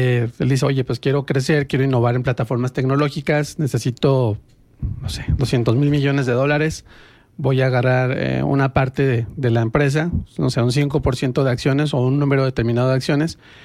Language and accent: Spanish; Mexico